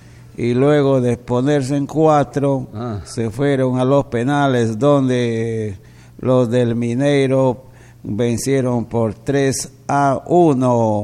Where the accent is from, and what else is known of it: Peru